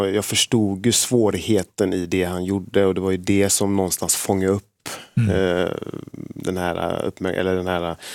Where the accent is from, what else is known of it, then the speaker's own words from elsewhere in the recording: Gothenburg, Västra Götaland County, Sweden; i Angered där jag växte upp